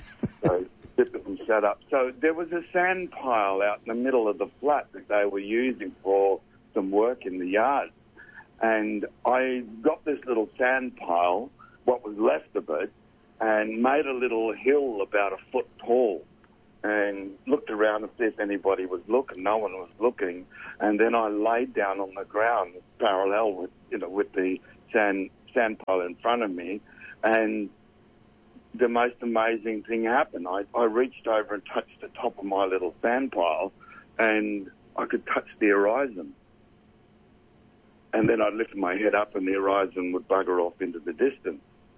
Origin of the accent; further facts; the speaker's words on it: Australia; I'm from Australia. I didn't have Afro hair